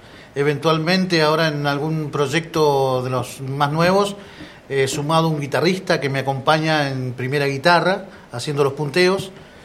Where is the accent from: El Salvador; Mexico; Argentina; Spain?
Argentina; Cipolletti, Río Negro; born there; representando a mi provincia, Río Negro. Yo soy nacido acá en Chipoleti, así que soy rionegrino.